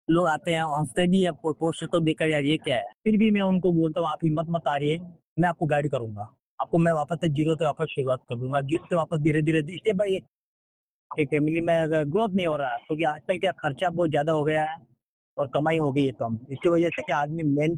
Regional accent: Rajasthan, India; now in Mumbai, India

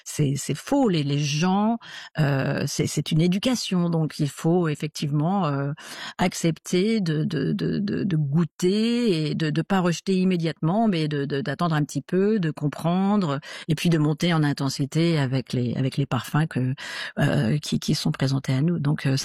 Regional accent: Normandy, France; moved away as an adult; now in Adelaide, Australia; Moi je suis de Normandie

